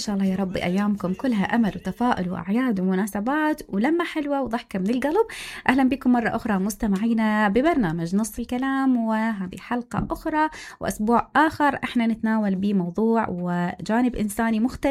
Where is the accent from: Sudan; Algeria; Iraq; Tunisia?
Iraq; إحنا يعني كمجتمع كعراقيين